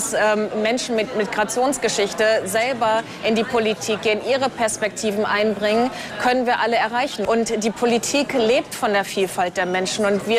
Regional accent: Oldenburg, Lower Saxony, Germany; Oldenburg ist meine Heimat und trotzdem ist es manchmal so, dass Leute mich nicht nach Oldenburg zuordnen oder sich wundern, warum ich so gut Deutsch spreche.

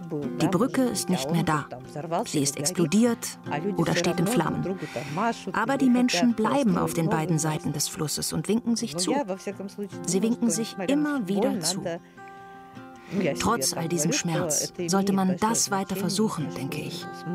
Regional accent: Ukraine; German is a second language; also born or lived in Russia; now in Germany; Ich bin Ukrainerin mit russischer Staatsangehörigkeit und lebe seit 26 Jahren in Deutschland. Ich kenne die ukrainische Lebensweise sehr gut.

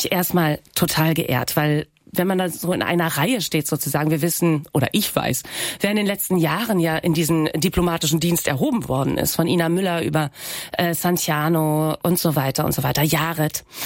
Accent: Aurich, Lower Saxony, Germany; accent: Aurich Low German; first language Low German; also born or lived in Oldenburg; now in Hamburg, Germany; ich komme aus einem plattdeutschen Haushalt. Mhm. Natürlich, also ich komme aus Ostfriesland. Ja, das Plattdeutsche ist ein anderes.

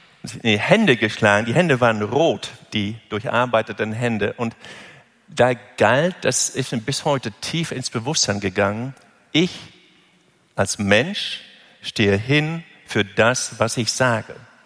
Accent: Lower Saxony, Germany; born or raised there

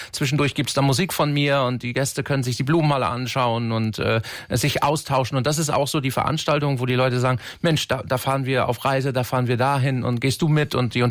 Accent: Lower Saxony, Germany; alle haben immer gesagt … wie willst du das als Ostfriese schaffen in Südtirol auf der Bühne?

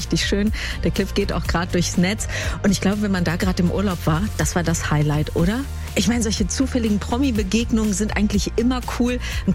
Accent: Hanover, Lower Saxony, Germany; Ja, ich komme ja aus Hannover

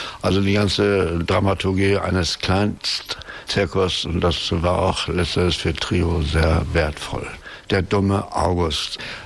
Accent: Sonderbosch, Lower Saxony, Germany; born there; Nein, ich bin hier oben geboren. Ich bin in Sonderbosch geboren. Das ist in der Nähe von Wilhelmshaven.

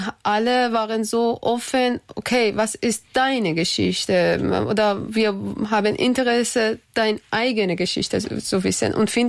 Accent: Iran; German is a second language; verbindet mit meiner eigenen Erfahrung als Iranerin, sie in einem diktatorischen Land war und auch verteidigt Frauenrechte.

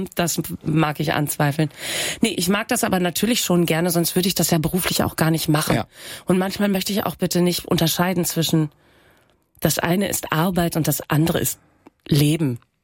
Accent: Oldenburg, Lower Saxony, Germany; Das war mal ganz spannend, weil ich bin in Oldenburg zur Schule gegangen. Und auch in Oldenburg spricht man ein anderes Platt als in Ostfriesland. Eigentlich spricht man überall ein anderes Platt. Und dann musste ich immer vorher sagen, Moin … ich prout auch Platt.

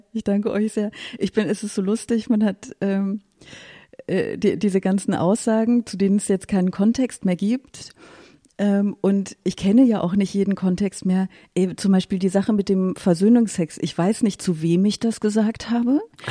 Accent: Aachen, North Rhine-Westphalia, Germany; moved away; Also ich komme ja aus Aachen.

